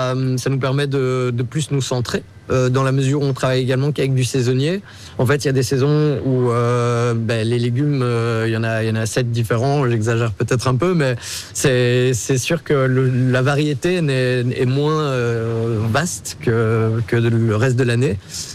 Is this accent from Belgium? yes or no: yes; Brussels, Brussels-Capital Region, Belgium; Et en tant que bon bruxellois autocentré, on pensait que c'était une expression bruxelloise.